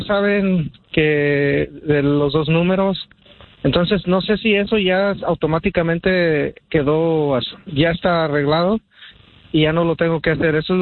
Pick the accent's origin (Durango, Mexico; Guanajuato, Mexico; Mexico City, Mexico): Guanajuato, Mexico; León; Yo soy de Guanajuato.